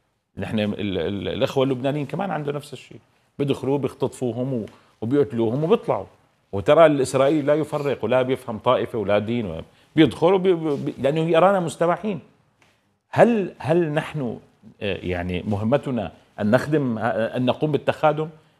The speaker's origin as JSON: {"language": "Arabic", "country": "Syria", "said": "نحن الآن كسوريين"}